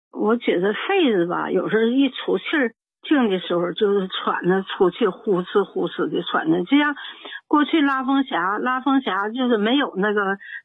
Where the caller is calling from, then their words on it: Shenyang, Liaoning, China; 我是沈阳的。